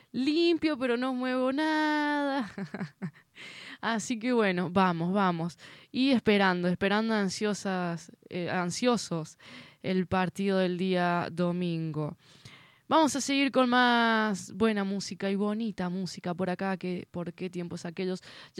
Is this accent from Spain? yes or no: no; Argentina